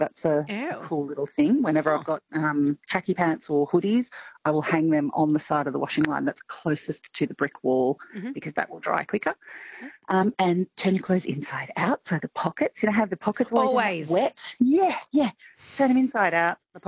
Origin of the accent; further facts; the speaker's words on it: Victoria, Australia; also born or lived in Queensland; I had to mention I was from Queensland for 30 years but moved back home to Victoria now because of the heat.